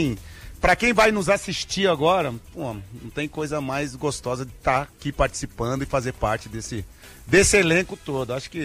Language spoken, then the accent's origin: Portuguese; Caieiras, São Paulo, Brazil; sou de Caieiras.